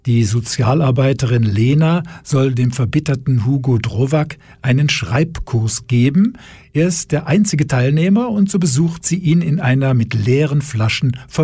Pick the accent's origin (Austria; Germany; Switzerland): Germany; Wuppertal, North Rhine-Westphalia; wie die Wuppertaler Schwebebahn, die aus meiner Heimat.